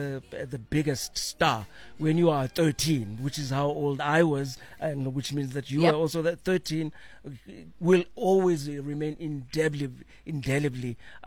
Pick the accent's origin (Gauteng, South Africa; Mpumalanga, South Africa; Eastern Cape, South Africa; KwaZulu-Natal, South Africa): KwaZulu-Natal, South Africa; my hometown of KZN